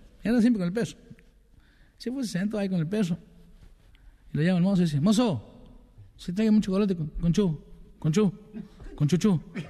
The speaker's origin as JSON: {"language": "Spanish", "town": "San Francisco", "region": "Córdoba", "country": "Argentina", "said": "Yo soy de San Francisco, ¿no? No California, acá. Mandaba Santa Fe. Hincha de Sportivo, era en San Francisco."}